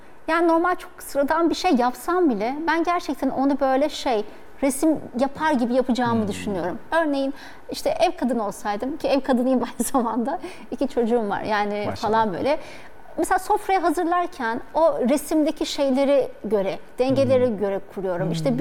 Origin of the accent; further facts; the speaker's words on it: Bozcaada, Çanakkale, Turkey; Ya ben orada doğdum, büyüdüm. İşte ailenin üçüncü kuşağıyım. Çocuklarım da Bozcaadalı değil ama orada büyüyorlar.